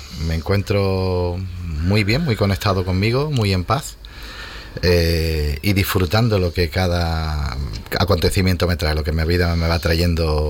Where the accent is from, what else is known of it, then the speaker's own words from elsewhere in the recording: Ceuta, Spain; moved away as an adult; now in Almería, Spain; Él es de Ceuta, yo soy de Ceuta.